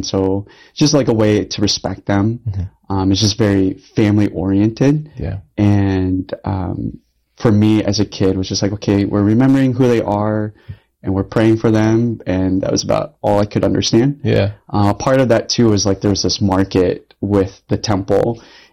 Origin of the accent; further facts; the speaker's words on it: Lincoln, Nebraska, United States; born there; I was the only one born in Lincoln. Everybody else was born in Vietnam, or my adopted brother was from California. And now, three of us live in Lincoln, two in Texas, and one in Florida.